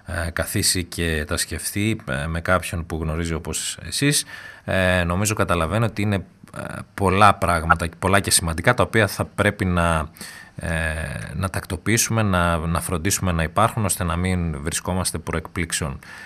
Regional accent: Greece

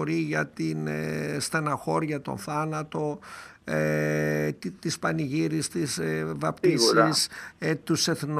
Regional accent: Doirani, Central Macedonia, Greece; Προσωπικά, επειδή είμαι κυλισσιώτης από τη Δοϊράνη, δεν το γνώριζα.

